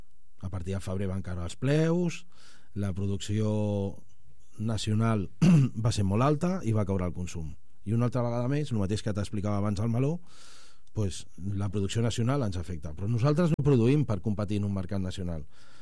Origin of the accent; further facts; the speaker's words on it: El Prat de Llobregat, Catalonia, Spain; plantem perquè som del Prat